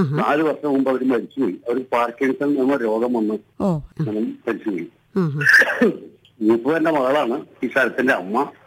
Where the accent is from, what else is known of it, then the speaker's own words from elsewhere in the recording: Edappally, Kerala, India; Edappally.